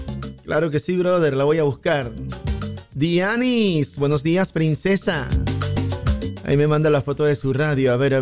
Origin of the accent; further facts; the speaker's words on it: Argentina; Como ustedes saben, yo soy argentina.